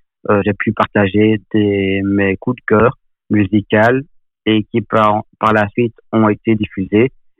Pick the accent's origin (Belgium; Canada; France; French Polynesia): Belgium; Nivelles, Wallonia; Je viens de Belgique, près de Bruxelles, exactement à Nivelles.